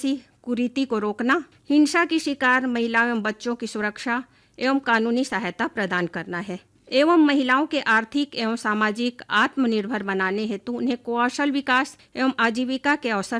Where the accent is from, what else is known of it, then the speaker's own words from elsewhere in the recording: Raigarh, Chhattisgarh, India; now in Janjgir, India; मैं रायगढ़ से हूँ। अभी वर्तमान में जिला कार्यक्रम अधिकारी महिला बाल विकास विभाग जांजगीर में पदस्थ हूँ।